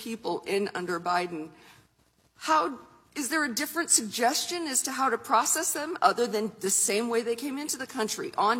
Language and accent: English; Phoenix, Arizona, United States; born there; I was born in Phoenix, Arizona, and so were all four of my children.